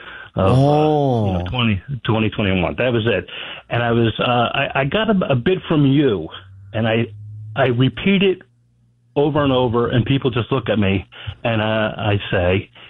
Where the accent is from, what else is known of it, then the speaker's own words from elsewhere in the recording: New Jersey, United States; I said, I'm not from Florida. I'm actually like your beloved. I'm from the Jersey Shore.